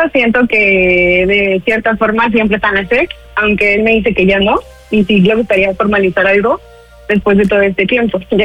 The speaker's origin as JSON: {"language": "Spanish", "town": "Cuernavaca", "region": "Morelos", "country": "Mexico", "said": "Hola, soy de Cuernavaca y tengo 32 años."}